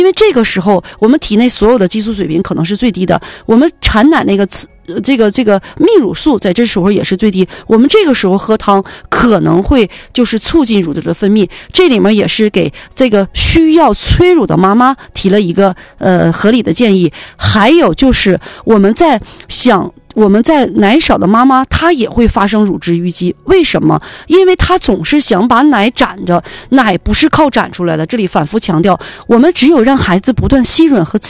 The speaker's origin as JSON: {"language": "Chinese", "region": "Northeast China", "country": "China", "said": "我们东北人"}